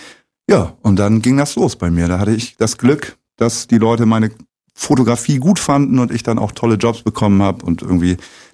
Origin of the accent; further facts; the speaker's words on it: Lower Saxony, Germany; now in Zeuthen, Germany; Genau, bei Bremen.